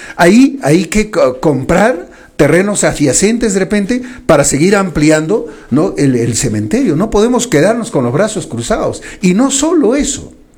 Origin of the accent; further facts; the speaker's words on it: Calca, Cusco, Peru; Nosotros somos capital del Valle Sagrado.